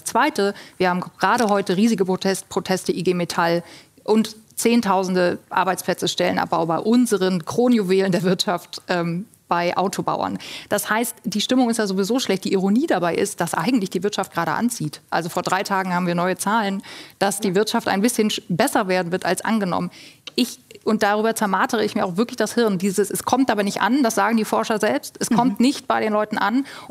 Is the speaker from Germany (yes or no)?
yes; Mecklenburg-Vorpommern, Germany; Das ist ultra schwer dort in der Fläche.